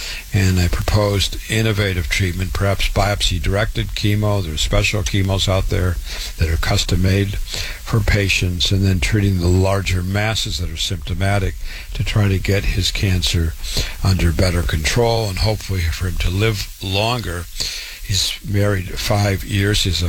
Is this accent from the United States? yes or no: yes; Waterloo, Iowa, United States; born and raised in Waterloo, Iowa. Went to public school, university, MD at 25